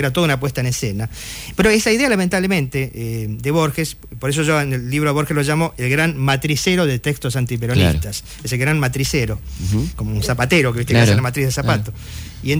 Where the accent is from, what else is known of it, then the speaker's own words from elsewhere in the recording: Argentina; yo como argentino, como peronista